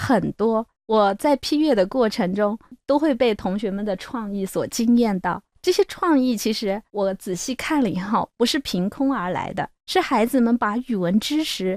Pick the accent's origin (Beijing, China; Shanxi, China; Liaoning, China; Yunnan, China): Yunnan, China; Kunming; 原来一锅长白菜里藏着我们昆明人的民俗意义，一座老房子里装着我们云南人的生存智慧。